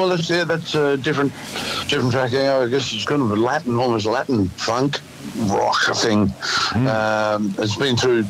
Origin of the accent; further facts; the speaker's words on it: Alice Springs, Northern Territory, Australia; I was born and raised in Alice Springs, mm-hmm. and always maintained friendships there.